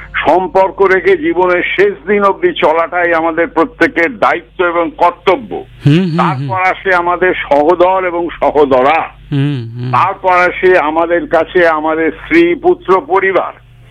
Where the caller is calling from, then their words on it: Serampore, West Bengal, India; শ্রীরামপুর থেকে।